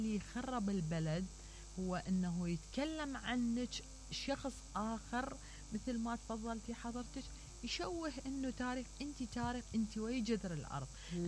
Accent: Iraq

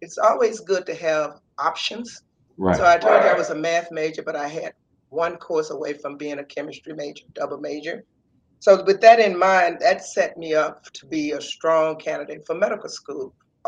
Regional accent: Mississippi Delta, United States; I grew up in the Delta. And in the Delta, you know the health challenges that many communities have.

